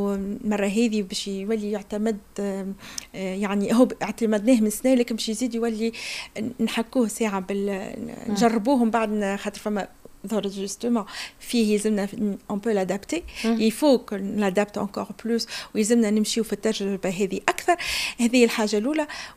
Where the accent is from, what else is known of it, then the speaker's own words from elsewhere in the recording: Tunisia; moved away; تحبيبهم في تونس كما نحبوها وكما نحبوا نعيشوا فيها نحن كأولياء